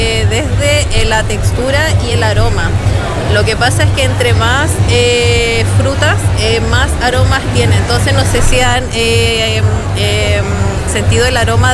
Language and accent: Spanish; Valparaíso, Chile; Bueno, nosotros somos acá de Valparaíso.